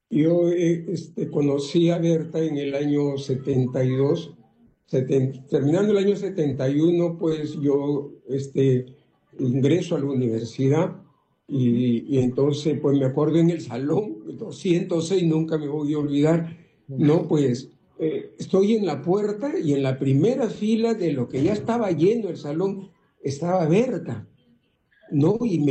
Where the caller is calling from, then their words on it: Callao, Peru; yo soy del Callao